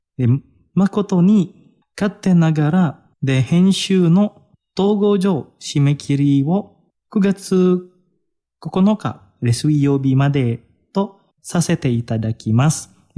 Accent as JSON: {"language": "Japanese", "country": "Indonesia", "said": "同じインドネシア人として"}